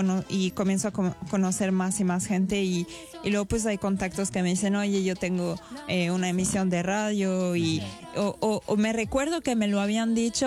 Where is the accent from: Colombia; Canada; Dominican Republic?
Canada; me veían como la canadiense, claro, que llegaba a Tamaulipas